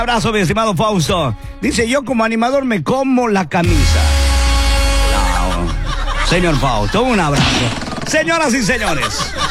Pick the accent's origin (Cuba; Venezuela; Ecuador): Ecuador; Y si me quieren apoyar, yo soy ecuatoriano. Yo soy netamente chichero y por eso la chicha vende, carajo.